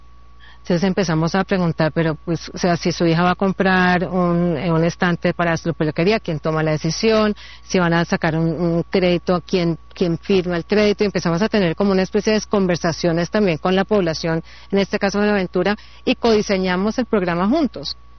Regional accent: Cali, Valle del Cauca, Colombia; moved away as an adult; also born or lived in Madrid, Spain; Yo nací en Cali, soy caleña, y mi padre alemán.

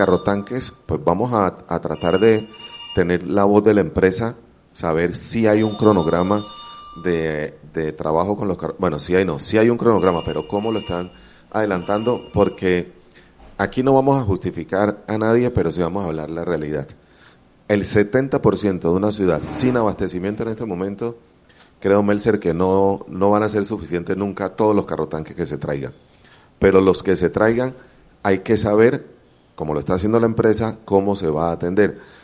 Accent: Cape Verde; Claro. Cabo Verde, que... mi pueblo del alma.

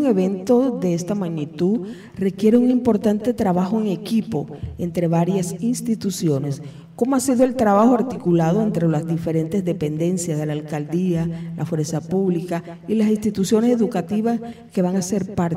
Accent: Colombia; nuestra identidad como colombianos

